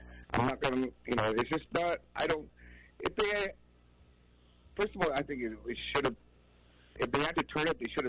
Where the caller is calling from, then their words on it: Vancouver, British Columbia, Canada; How you doing? I'm calling from Vancouver, the other host city here.